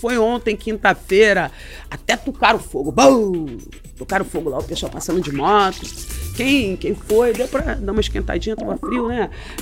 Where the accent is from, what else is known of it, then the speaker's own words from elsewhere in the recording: Minas Gerais, Brazil; now in Cabo Frio, Brazil; Não, que eu sou de Minas Gerais, sou.